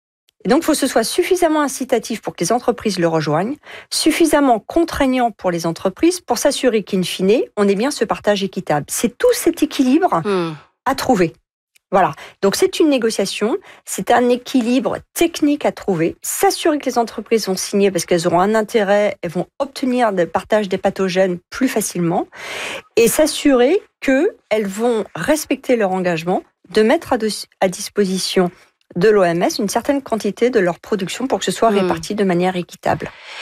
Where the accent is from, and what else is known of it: France